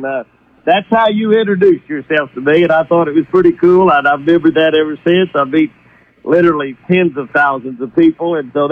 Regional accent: Oklahoma, United States; also born or lived in Texas; I was born in Texas. I'm a Texan, but I've lived here ever since I was a little kid

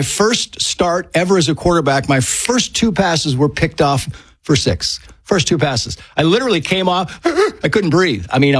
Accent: Mammoth, United States; because that was my hometown.

